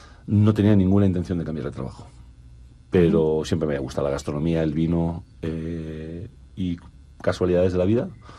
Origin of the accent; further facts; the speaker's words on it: Barcelona, Catalonia, Spain; Yo vengo de Barcelona, es una zona de una tradición muy grande de fábricas textiles